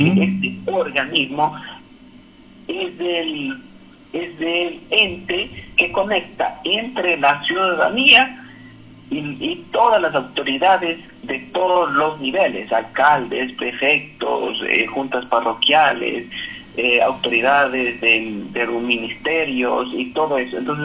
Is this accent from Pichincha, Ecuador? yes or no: no; San Pablo de Atenas, Bolívar, Ecuador; born there; first language Spanish